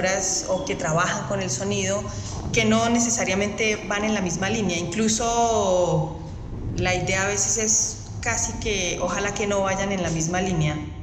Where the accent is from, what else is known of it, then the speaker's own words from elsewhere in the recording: Colombia; soy artista sonora, soy compositora colombiana.